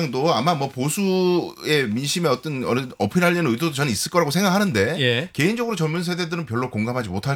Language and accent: Korean; Daegu, South Korea; 저희 대구에서 왔으니까 대구의 예.